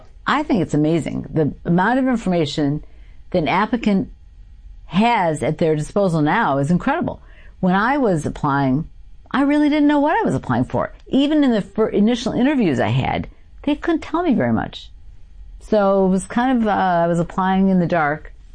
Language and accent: English; Endicott, New York, United States; I grew up in the Triple Cities. There's three small towns, Binghamton, Johnson City, and Endicott. So I actually grew up in Endicott.